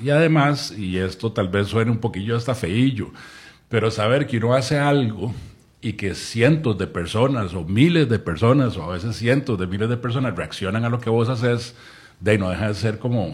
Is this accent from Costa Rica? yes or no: yes; San José, Costa Rica; also born or lived in Goicoechea; Yo soy de San José toda la vida.